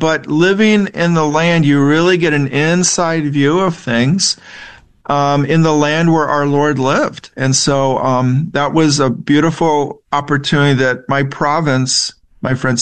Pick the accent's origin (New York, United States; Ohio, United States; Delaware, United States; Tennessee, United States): Ohio, United States; Cincinnati; moved away as an adult; now in Detroit, United States; I'm from Cincinnati, not originally from Detroit, where I moved in 1999 after I got my Master of Divinity.